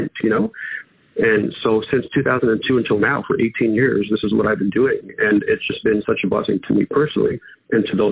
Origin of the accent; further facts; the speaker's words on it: Canada; I can't see it as a Canadian.